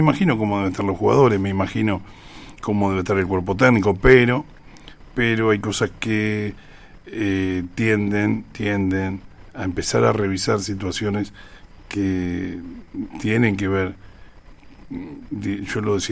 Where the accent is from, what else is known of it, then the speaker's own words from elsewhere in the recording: Argentina; es como los argentinos, aguantamos